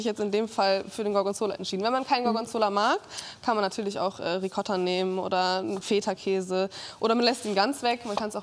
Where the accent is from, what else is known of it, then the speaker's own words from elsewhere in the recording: Northern Germany, Germany; Ich komme ja aus dem Norden und oben bei uns gibt es ja den Grünkohl.